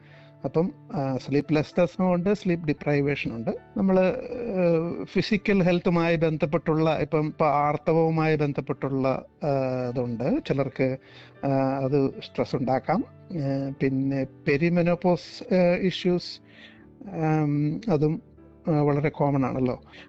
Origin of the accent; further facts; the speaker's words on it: Kerala, India; moved away; നമ്മൾ ഇന്ത്യയിൽ നിന്ന് വരുന്നവർ അല്ലെങ്കിൽ മലയാളികളായിട്ടുള്ളവർ